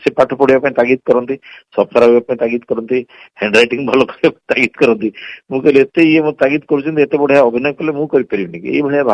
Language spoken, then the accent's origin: Odia; Kutapada, Odisha, India; born there; କୁଟପାଡ ମୋର ଜନ୍ମସ୍ଥାନ, ସେଠି ପୌଷ ପୂର୍ଣ୍ଣିମା ହୁଏ